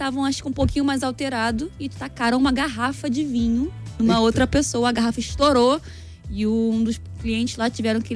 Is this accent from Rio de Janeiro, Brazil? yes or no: yes; Nilópolis, Rio de Janeiro, Brazil; now in Vila Isabel, Rio de Janeiro, Brazil; eu agora moro em Vila Isabel, mas sou de Nilópolis.